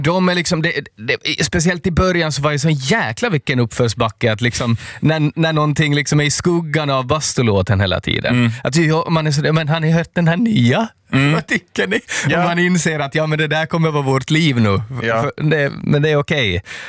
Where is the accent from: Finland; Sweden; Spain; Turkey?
Finland; Vörå, Ostrobothnia; men vi är ju från Vörå.